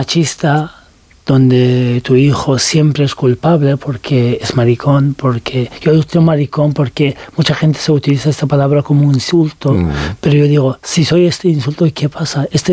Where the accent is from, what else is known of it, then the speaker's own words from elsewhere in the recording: Turkey; Spanish is a second language; now in Spain; de igual que seas también turco, porque digo, soy turco y podía pasar más fácil que los otros muchos, pero de igual forma molestaban mucho y querían deportarme a Irán.